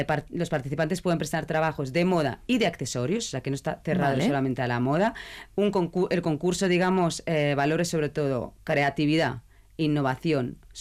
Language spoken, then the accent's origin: Spanish; Barcelona, Catalonia, Spain; yo soy de Barcelona